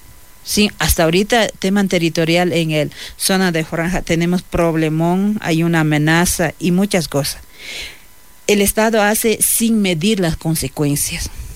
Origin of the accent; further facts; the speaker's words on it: Amazon, Ecuador; mi pueblo huaurani